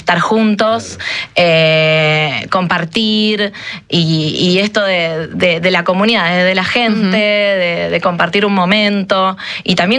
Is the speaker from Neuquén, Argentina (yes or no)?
no; Buenos Aires, Argentina; muy, muy chiquita, a los 9 años, con un grupo de teatro comunitario que armó un actor de mi barrio, yo soy de Villa Luano